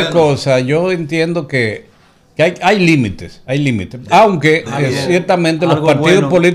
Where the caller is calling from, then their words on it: Dominican Republic; como dominicanos nos sentimos altamente satisfechos